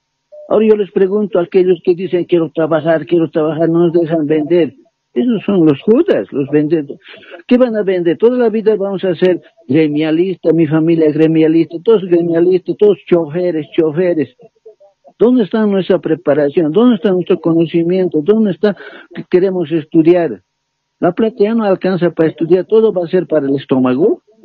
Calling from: Bolivia

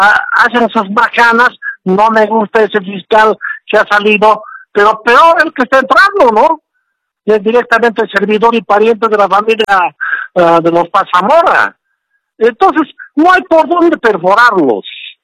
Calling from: El Alto, La Paz, Bolivia; del Alto.

